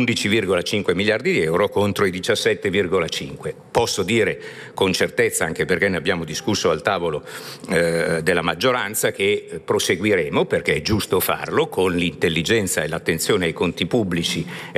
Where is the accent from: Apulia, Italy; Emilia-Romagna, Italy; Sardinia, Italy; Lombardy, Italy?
Lombardy, Italy; vengo dalla Lombardia